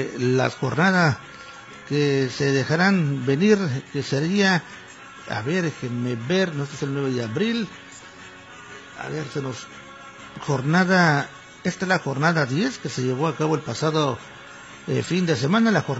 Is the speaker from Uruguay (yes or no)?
no; Mexico; así somos los mexicanos